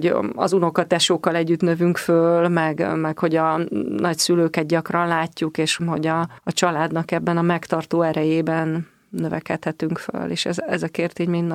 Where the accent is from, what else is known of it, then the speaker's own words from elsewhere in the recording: Komló, Baranya, Hungary; Komlón születtem, már jó régen, 54 éves vagyok, és ez ugye egy baranyai kisváros, Pécs vonzás körzetében, de ami a legfontosabb, hogy a Mecsek-hegységben